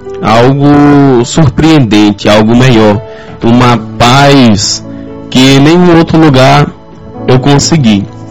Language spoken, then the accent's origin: Portuguese; São Bento, Maranhão, Brazil; born there; also born or lived in São Luís; E saí de São Luís, morava lá em São Luís, cresci, me criei em São Luís e vim para cá, para São Bento, com meus 9 anos de idade. Nesses 9 anos de idade, eu fui para um interior chamado Conserva.